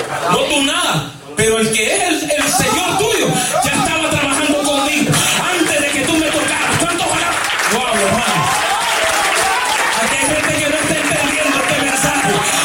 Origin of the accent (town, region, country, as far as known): Honduras; moved away